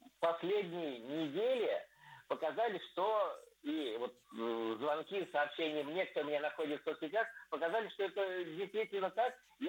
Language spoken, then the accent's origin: Russian; Moscow Oblast, Russia; born there; Вот как я, который вырос на даче под Домодедово и практически среди лесов.